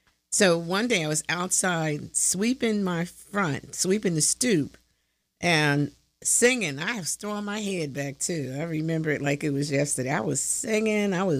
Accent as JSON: {"language": "English", "town": "Philadelphia", "region": "Pennsylvania", "country": "United States", "tie": "born or raised there", "said": "West Side, I let them know I'm from West Philadelphia, and I rep West Philly everywhere I go."}